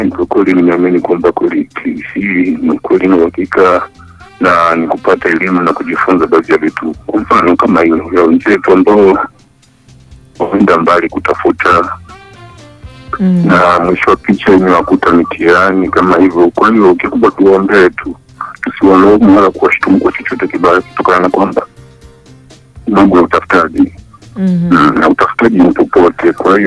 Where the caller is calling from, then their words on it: Kakola, Tanzania; Natokea Kakola huko.